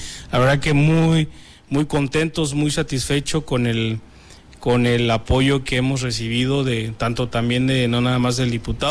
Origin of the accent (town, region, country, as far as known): Kilómetro 30, Guerrero, Mexico